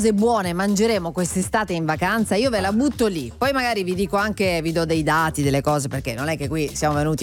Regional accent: Apulia, Italy

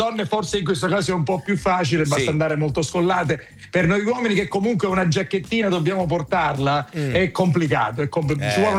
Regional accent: Misterbianco, Sicily, Italy; Vengo da Mister Bianco, che è una città proprio alle porte

